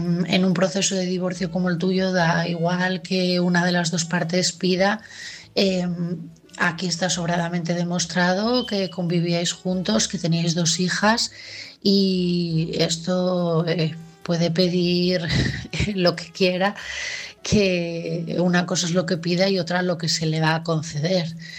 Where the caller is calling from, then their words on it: Asturias, Spain; de Asturias